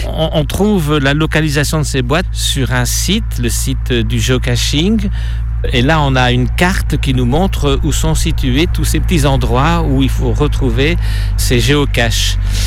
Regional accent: Belgium; Nous, on vient de Belgique, on ne savait même pas qu'il y avait ici une petite fontaine

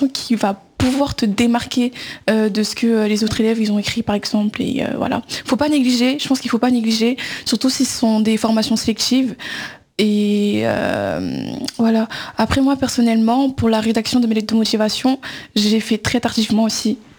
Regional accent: Paris, Île-de-France, France; je suis de Paris.

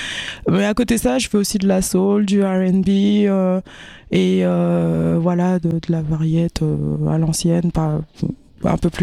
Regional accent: New Caledonia

